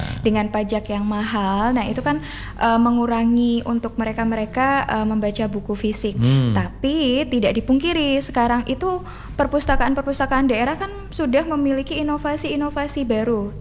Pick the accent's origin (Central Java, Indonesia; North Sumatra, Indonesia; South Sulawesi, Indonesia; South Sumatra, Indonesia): Central Java, Indonesia; Boyolali; Karena kalau di Boyolali sendiri, ini di daerah saya sendiri ya, Kak ya.